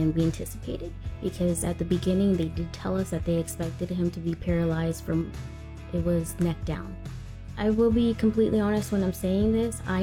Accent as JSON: {"language": "English", "town": "Savannah", "region": "Georgia", "country": "United States", "said": "from Savannah."}